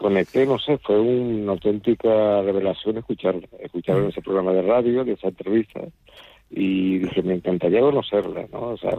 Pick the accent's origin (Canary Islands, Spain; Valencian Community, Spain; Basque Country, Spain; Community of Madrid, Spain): Canary Islands, Spain